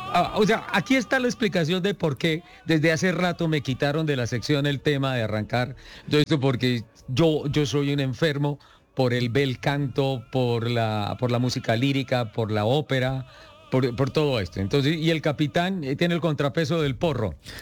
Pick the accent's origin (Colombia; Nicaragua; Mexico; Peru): Colombia; Se debe a lo que nosotros como colombianos seamos, la materia prima más importante de este país.